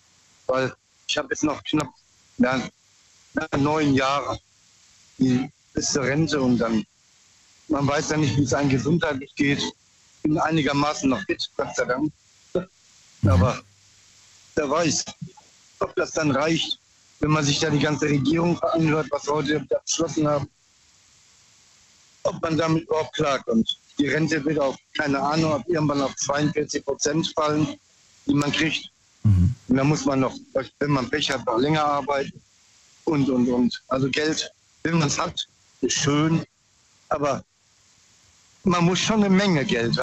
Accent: Bruchsal, Baden-Württemberg, Germany; Ich komme aus Bruchsal.

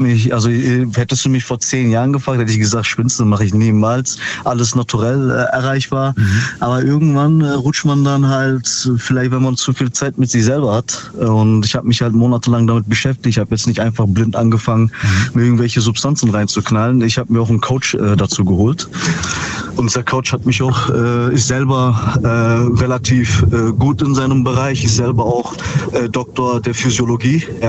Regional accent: Ravensburg, Baden-Württemberg, Germany; Aus Ravensburg.

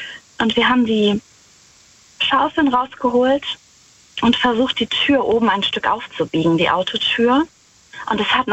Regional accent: Rhineland-Palatinate, Germany; Ich fahre gleich an der Abtei Himmerode vorbei. Ich bin aus der Nähe von Wittlich.

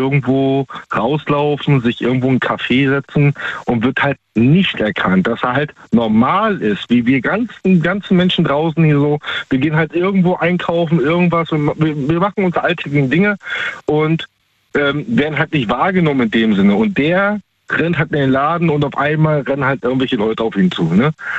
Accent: Baltic coast, Germany

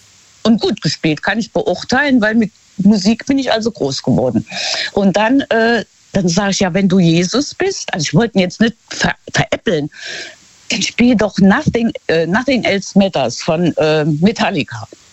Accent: Luxembourg; dieses Gemäldekaffe heißt das bei uns in Luxemburg

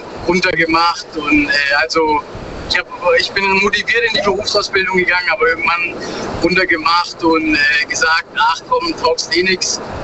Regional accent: Baden-Württemberg, Germany; ich komme aus der Nähe von Pforzheim, Karlsruhe, da die Gegend

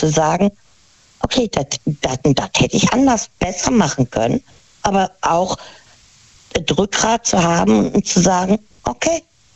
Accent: Koblenz, Rhineland-Palatinate, Germany; born there; now in Hesse, Germany; Gebürtig aus Koblenz, bin im Exil in Hessen und ich bin einfach nur ein Mensch.

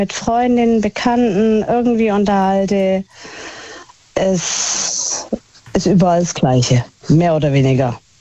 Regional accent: Baden-Württemberg, Germany; Ich komme aus dem Schwabenland und mein Herz ist Schwabe.

